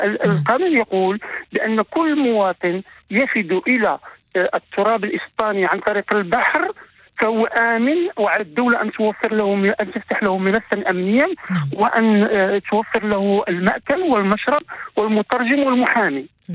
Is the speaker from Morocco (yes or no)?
yes; Morocco; المغرب، وهذا بلدي وأنا أعتز به،